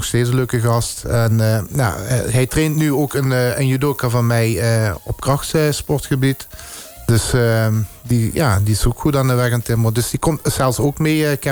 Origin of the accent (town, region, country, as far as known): Netherlands